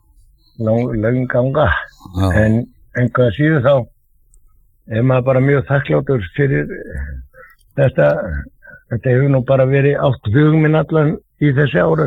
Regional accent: Reykjavík, Capital Region, Iceland; Já, ég fættur á uppalinn í Klefsóttinu

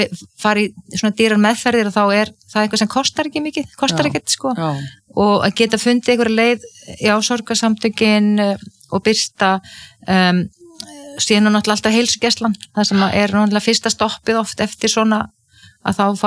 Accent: Ísafjörður, Westfjords, Iceland; born or raised there

